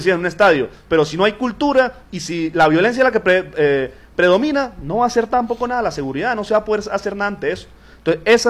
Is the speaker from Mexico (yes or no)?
no; Venezuela